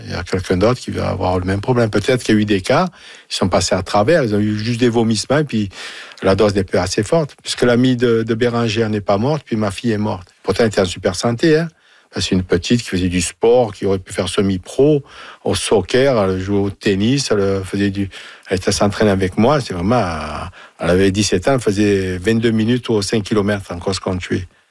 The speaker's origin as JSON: {"language": "French", "town": "Marseille", "region": "Provence-Alpes-Côte d'Azur", "country": "France", "said": "Avec mon accent, je suis à mon de Marseille, bien sûr."}